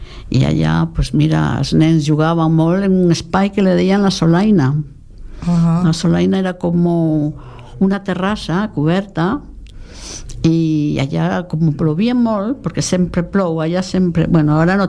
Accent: Petín, Galicia, Spain; born there; moved away; El meu poble és Petín de Valdeorras.

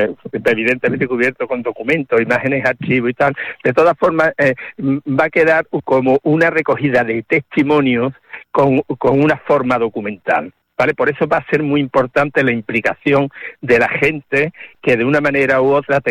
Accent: Alcalá de los Gazules, Andalusia, Spain; en mi pueblo, en Alcalá de los Cazules, que yo soy de allí, de Cádiz

